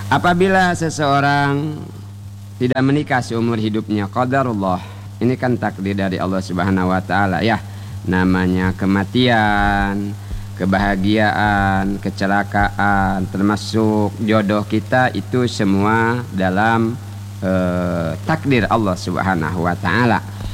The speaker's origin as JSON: {"language": "Indonesian", "region": "Bangka Belitung Islands", "country": "Indonesia", "said": "kata kita orang Bangka"}